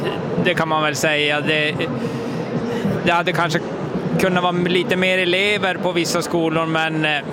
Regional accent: Norrbotten County, Sweden; Och jag är från Lulesamiskt område och då har vi Jokkmokkskolten.

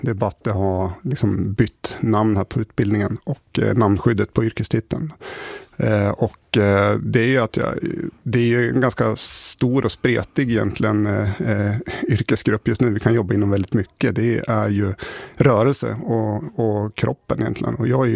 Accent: Sundsvall, Västernorrland County, Sweden; jag är ju uppväxt här i Sundsvall.

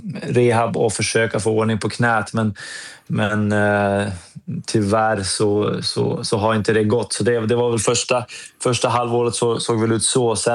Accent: Härnösand, Västernorrland County, Sweden; moved away; drömmarna startade tidigt i Härnösand

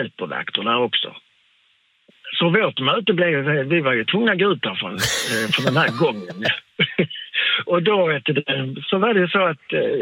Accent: Malmö, Skåne, Sweden; Ja, vi är från Malmö, sa jag.

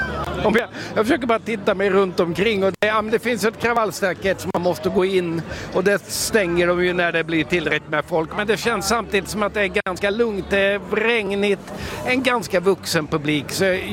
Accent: Gothenburg, Västra Götaland County, Sweden; Men som göteborgare så kan jag säga så här. Man vet aldrig.

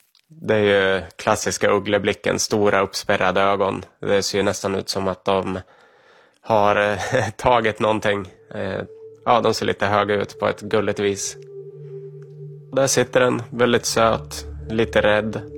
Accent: Sweden; moved away; jag kommer från Sverige

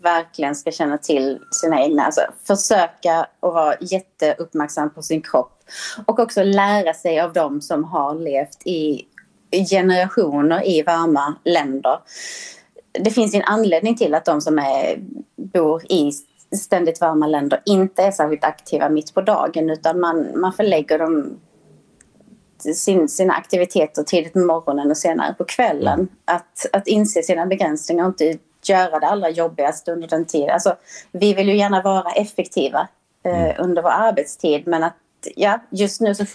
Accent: Sweden; Nej, men alltså som svensk så är man ju sällan utsatt för en sån typ av värme

